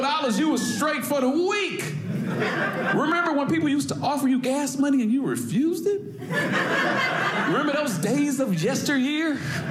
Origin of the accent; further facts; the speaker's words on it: Detroit, Michigan, United States; I'm from Michigan, Detroit. In the wintertime, it gets cold.